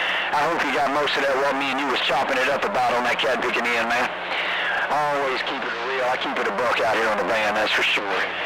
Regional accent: Canal Point, Florida, United States; My hometown is Canal Point.

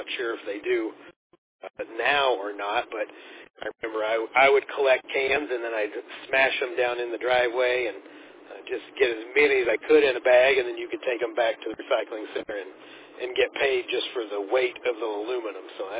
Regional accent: Tennessee, United States; moved away; as a kid, I was growing up in Tennessee

